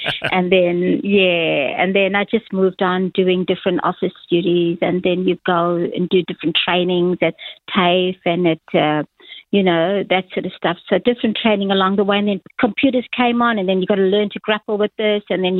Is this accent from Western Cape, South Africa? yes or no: no; Durban, KwaZulu-Natal, South Africa; I was born in Durban in 1958. Uh-huh. That's where I was raised, yeah.